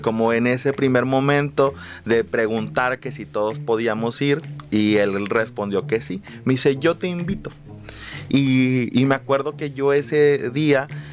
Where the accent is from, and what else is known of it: Petaquillas, Guerrero, Mexico; born there